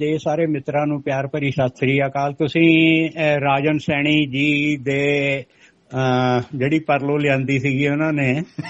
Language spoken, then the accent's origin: Punjabi; Punjab, India; 1988 ਚ ਫਲੱਡ ਆਏ ਸੀਗੇ ਤੇ ਸਾਡੇ ਪਿੰਡ ਦੇ ਕੋਲੋਂ ਰੋਪੜ ਦੇ ਨੇੜੇ ਬੁਧਕੀ ਨਦੀ ਨਿਕਲਦੀ ਹੈ, ਉਹ ਸਾਰੀ ਟੁੱਟ ਕੇ ਸਾਡੇ ਪਿੰਡ ਵੱਲ ਨੂੰ ਆ ਗਈ